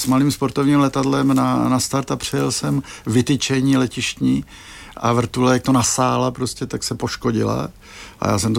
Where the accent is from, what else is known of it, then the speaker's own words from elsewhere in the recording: České Budějovice, South Bohemian Region, Czechia; moved away; Já jsem původně z Českých Budějovic